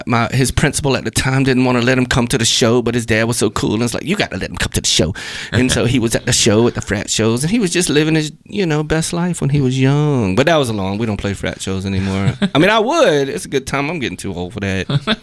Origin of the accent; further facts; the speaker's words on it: Smithfield, Rhode Island, United States; we're both from Smithfield.